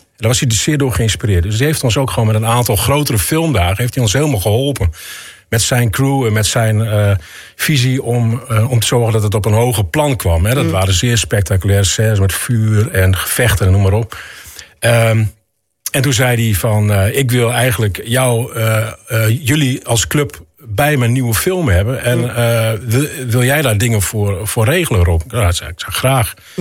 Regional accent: Drenthe, Netherlands; Als Drent. En ja, natuurlijk ja.

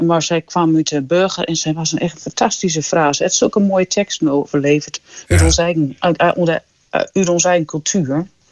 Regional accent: Valthermond, Drenthe, Netherlands; Ik kom van Valthermond.

